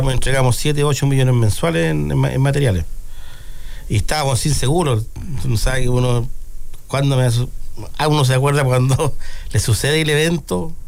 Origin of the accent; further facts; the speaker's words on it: Curanilahue, Biobío, Chile; Yo soy de Curanilagüe, bueno, de tomo y lomo. Me encanta mi pueblo. Yo creo que voy a morir aquí.